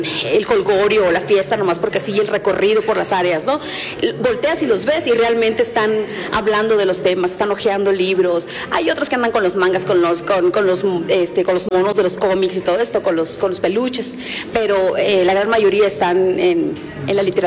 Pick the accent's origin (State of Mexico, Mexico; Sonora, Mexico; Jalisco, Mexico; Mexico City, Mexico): Sonora, Mexico; Hermosillo